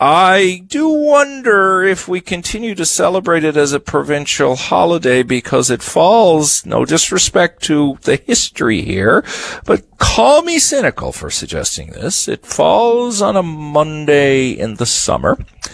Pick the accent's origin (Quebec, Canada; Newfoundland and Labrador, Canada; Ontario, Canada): Newfoundland and Labrador, Canada; I speak to you as a Newfoundlander and Labradorian. I'm an Anglican. I went to a Catholic school.